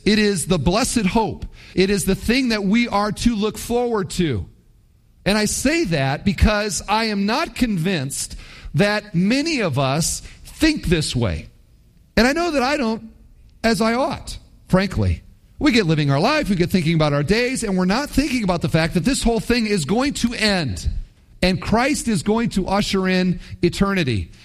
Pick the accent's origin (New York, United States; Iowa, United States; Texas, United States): Iowa, United States; When I say I'm from Iowa, I will often hear, "Oh, did you grow up on a farm?"